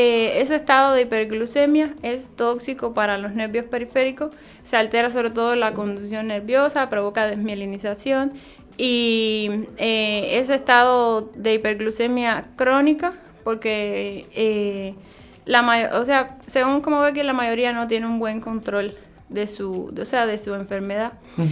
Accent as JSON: {"language": "Spanish", "country": "Cuba", "moved": "as an adult", "lives_now": "Mexico", "said": "yo no soy mexicana, yo vengo de Cuba, estudié, o sea, estudié allá en Cuba la carrera, hice 2 años de medicina interna allá y acá hice una maestría, 2 años en ciencias de la nutrición."}